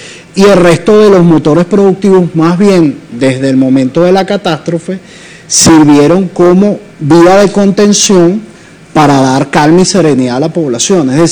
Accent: Venezuela; Todos perdimos como nación venezolana

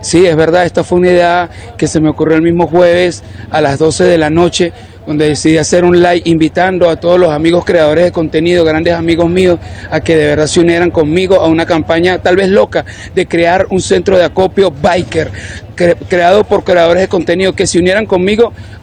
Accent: Venezuela; somos venezolanos de corazón

